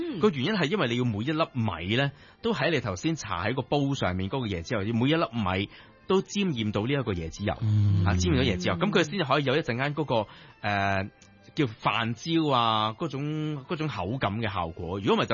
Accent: Hong Kong; 我哋香港人口味

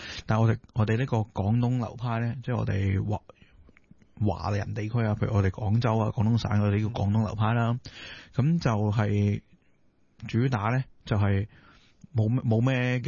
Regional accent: Hong Kong; 我哋香港人

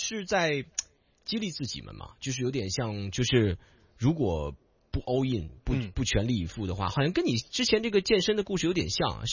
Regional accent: Beijing, China; moved away as an adult; now in Hong Kong; 我来这个城市已经有16年了，16、17年，就快超过我在我的老家北京生活的时长了

